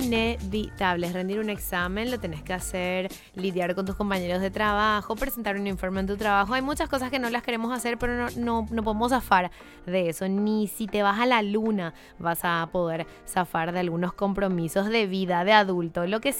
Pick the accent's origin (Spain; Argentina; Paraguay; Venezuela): Paraguay; de nuestra música folclórica, de nuestra identidad musical como paraguayos